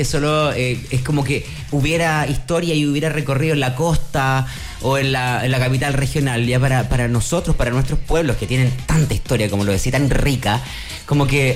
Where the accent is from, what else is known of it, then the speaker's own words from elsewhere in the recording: Chile; para que todos mejoremos como chilenos.